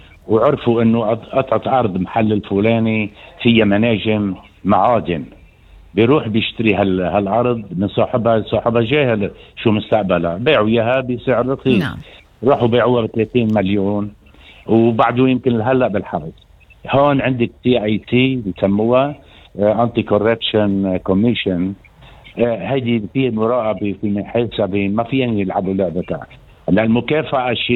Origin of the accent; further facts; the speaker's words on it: Lebanon; عندنا بلبنان